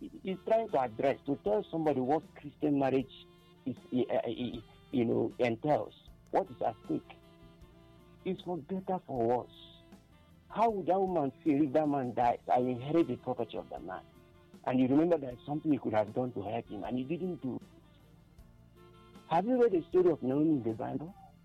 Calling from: Nigeria; from Ebon State.

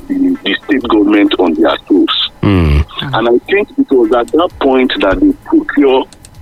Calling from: Nigeria; I'm calling from Otija.

